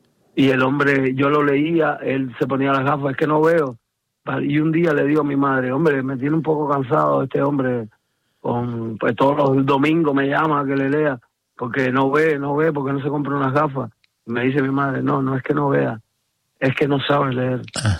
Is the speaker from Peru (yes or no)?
no; Cuba